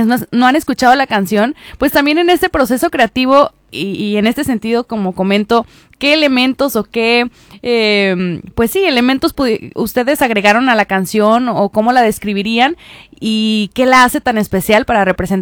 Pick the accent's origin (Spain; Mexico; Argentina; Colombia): Mexico; nos tenemos que mantener unidos como mexicanos